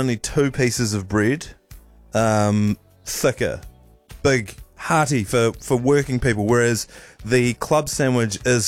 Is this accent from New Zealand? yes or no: yes; South Island, New Zealand; I'm from South Island. Maybe it's a Southland thing.